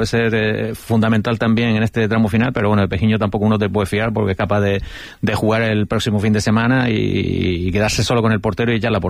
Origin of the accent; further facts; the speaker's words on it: Las Palmas, Canary Islands, Spain; Pero bueno, como nosotros somos de Las Palmas y fue el último partido que recordamos